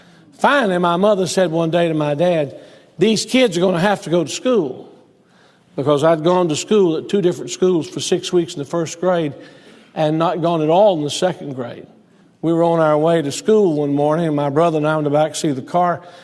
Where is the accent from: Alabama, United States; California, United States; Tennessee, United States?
Alabama, United States; Selma; born there; I was born in Selma, Alabama